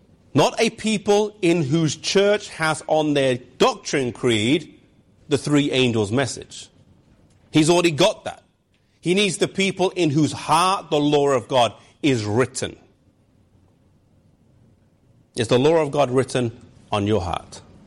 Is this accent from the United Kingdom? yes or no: yes; England, United Kingdom; moved away; Now, I come from England.